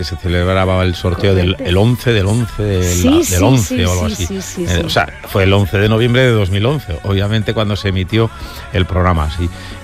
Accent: Pamplona, Navarre, Spain; also born or lived in Pontevedra / Madrid; Yo soy de Pamplona y empecé a estudiar música en... Bueno, claro, yo nací con la condición de mi ceguera

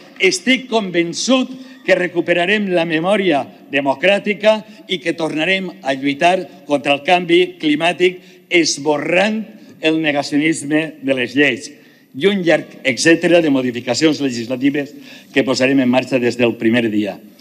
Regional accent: Valencian Community, Spain

